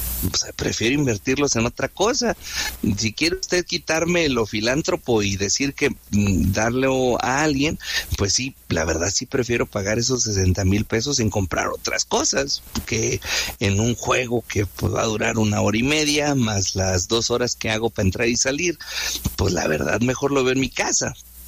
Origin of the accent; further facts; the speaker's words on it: Mexico; primero somos mexicanos, primero somos humanos